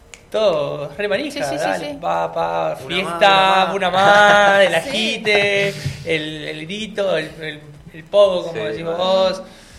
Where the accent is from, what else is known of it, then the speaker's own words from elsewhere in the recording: Argentina; por cómo somos nosotros los argentinos, en realidad.